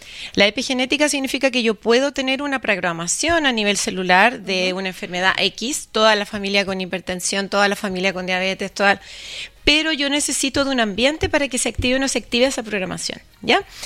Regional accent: Chile; la sociedad internalizante que somos los chilenos. Somos para adentro.

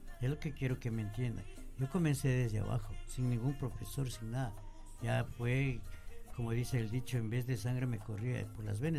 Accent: Sangolquí, Pichincha, Ecuador; moved away; como ecuatoriano que soy, me siento muy orgulloso y nunca me he de olvidar de mi tierra, como es mi Sangolquí, querido del alma.

